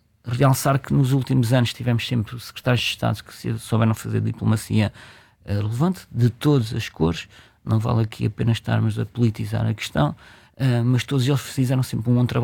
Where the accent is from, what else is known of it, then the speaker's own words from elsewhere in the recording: Portugal; temos uma porta de entrada, nós como portugueses e empresas portuguesas e Portugal